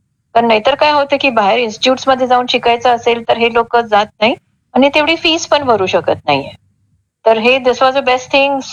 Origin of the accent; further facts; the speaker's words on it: Pune, Maharashtra, India; moved away as an adult; now in Solapur, India; मी actually मूळची पुण्याची आहे, शिक्षण सगळं माझं तिथं झालं आहे, आणि लग्न करून मग सोलापूरला आले.